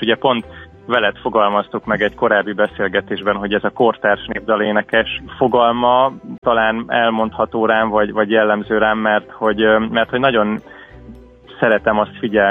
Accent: Lenti, Zala, Hungary; born or raised there

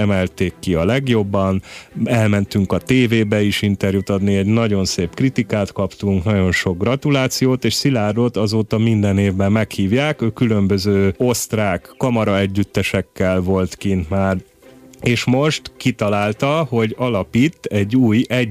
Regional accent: Hungary

